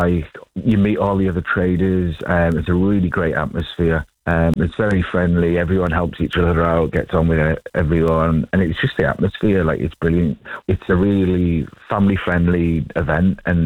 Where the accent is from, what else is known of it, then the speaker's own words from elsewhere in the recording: Stockton-on-Tees, North East England, United Kingdom; I'm from Stockton.